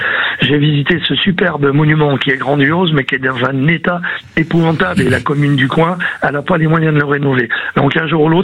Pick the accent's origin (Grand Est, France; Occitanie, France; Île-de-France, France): Île-de-France, France; Paris; Bon, je suis parisien, donc je me promène beaucoup dans Paris.